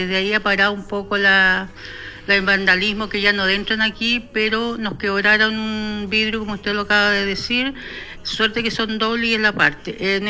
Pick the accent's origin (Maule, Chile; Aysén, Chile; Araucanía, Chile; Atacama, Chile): Aysén, Chile; Y aquí no solamente somos de Aysén